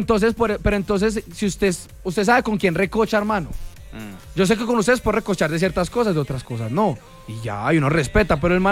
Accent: Colombia; also born or lived in Spain

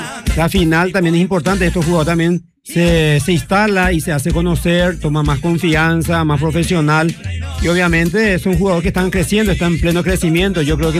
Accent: Paraguay

